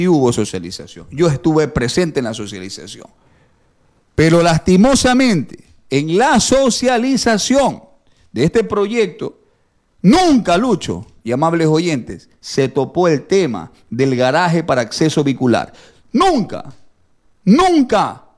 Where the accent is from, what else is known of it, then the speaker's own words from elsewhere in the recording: Machala, El Oro, Ecuador; born there; gracias a Dios soy machaleño de nacimiento